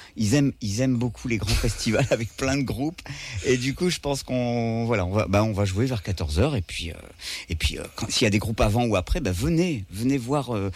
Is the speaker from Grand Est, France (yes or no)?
no; Arras, Hauts-de-France, France; ici à Arras, qui est ma ville, parce que moi je suis d'Arras.